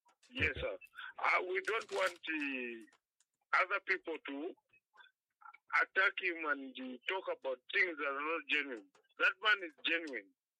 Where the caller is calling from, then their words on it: Lusaka, Lusaka Province, Zambia; I'm calling from Tenderi.